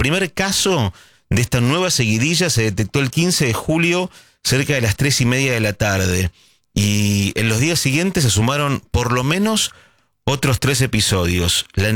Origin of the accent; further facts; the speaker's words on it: Argentina; lo que se nos dijo desde muchos lugares de cómo somos los argentinos.